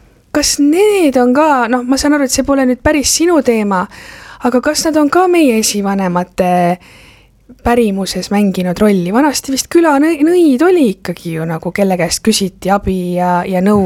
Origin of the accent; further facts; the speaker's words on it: Southern Estonia, Estonia; eriti Lõuna-Eestis, kust mina pärit olen